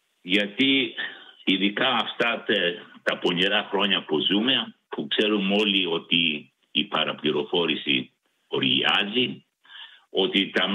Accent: Greece; now in Australia; επειδή εμείς είμαστε Έλληνες και ακούμε το ελληνικό πρόγραμμα

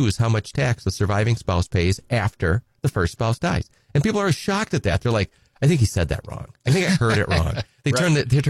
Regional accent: Edgar, Wisconsin, United States; I'm from Edgar originally, and, you know, good hometown Wisconsin Badger. My undergrad is from Madison, but I'm from Edgar.

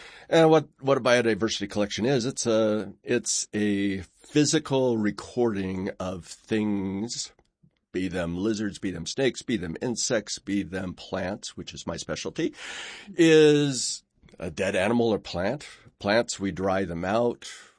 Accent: El Cajon, California, United States; I grew up in Southern California. So in a place called El Cajon, which is outside of just east of San Diego.

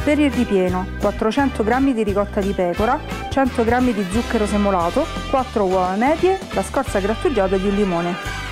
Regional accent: Carsoli, Abruzzo, Italy; Io vengo da Carzoli, in provincia dell'Aquila.

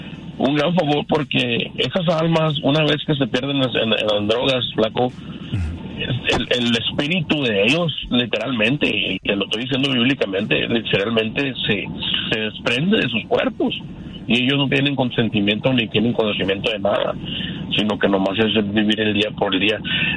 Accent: Canada; Yo nací en Canadá, hijo de padre chihuahuense y padre egipcio.

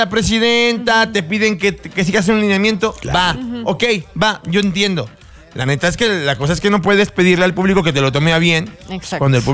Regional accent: Mexico City, Mexico; De Tacubaya, no soy de Las Lomas

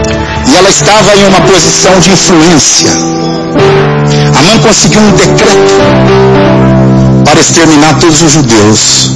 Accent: Minas Gerais, Brazil; accent: mineirês; deixa eu puxar um mineirês aqui, eu sou mineiro.

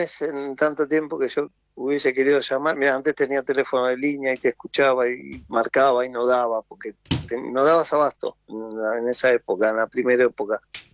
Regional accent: Francisco Álvarez, Buenos Aires Province, Argentina; also born or lived in Moreno; nací en Álvarez. Había como un lugar que como era campo, hasta que después nos llevaban al centro de Moreno.

